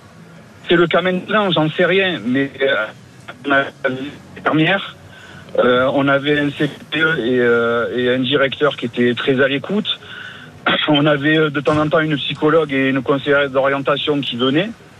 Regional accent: Aubagne, Provence-Alpes-Côte d'Azur, France; Alors moi, je suis né, j'ai grandi à Aubagne. Je suis allé dans ce collège.

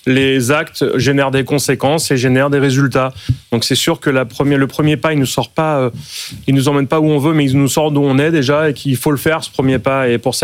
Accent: Sarcelles, Île-de-France, France; also born or lived in Cergy-Pontoise; Moi, j'ai grandi là-bas, à Sarcelles, puis Cergy-Pontoise.

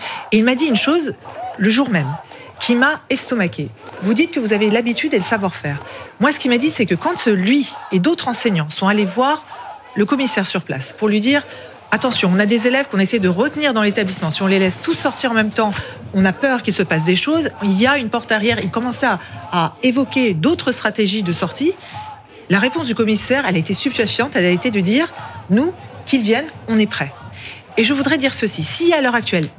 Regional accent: Saint-Ouen-l'Aumône, Île-de-France, France; Moi, je suis de Saint-Ouen-l'Aumône. C'est la ville où j'ai grandi depuis l'âge de mes 4 ans, où j'habite encore, où je suis conseillère municipale.

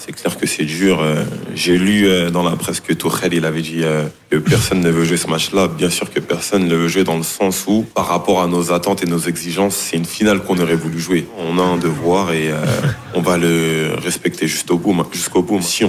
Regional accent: France; je pense qu'on a un devoir en tant que Français, en tant que joueur de l'équipe de France.

